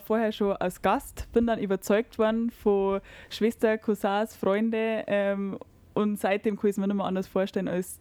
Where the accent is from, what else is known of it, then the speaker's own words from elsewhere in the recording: Germany; ich bin 28, ich bin in Kirchhahn-Schöring aufgewachsen und wohne da jetzt auch.